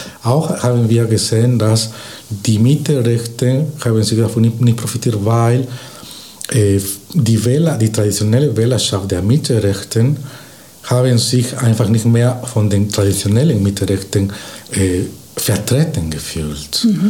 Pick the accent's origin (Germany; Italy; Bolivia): Bolivia; German is a second language; moved away as an adult; Aber früher habe ich auch in Bolivien, wo ich herkomme, habe ich in Bolivien Politikwissenschaft auch in meinem Bachelor studiert und dort lang, also 6 Jahre im öffentlichen Dienst gearbeitet.